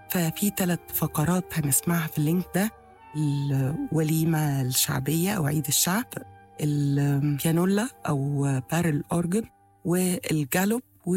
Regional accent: Egypt; إحنا كمصريين

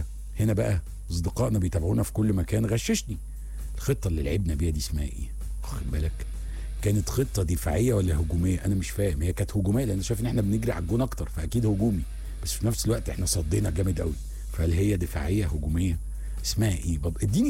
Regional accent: Egypt; انا كمصري

